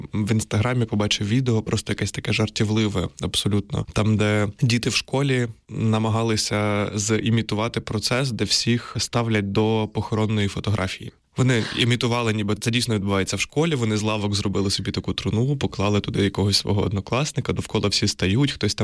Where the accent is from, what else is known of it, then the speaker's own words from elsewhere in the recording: Zhytomyr Oblast, Ukraine; бо, наприклад, я родом з Житомирщини, нас ніхто ніколи біля покійника не фотографувався.